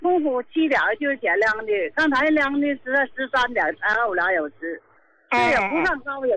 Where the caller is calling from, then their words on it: Qingdao, Shandong, China; 我是青岛的。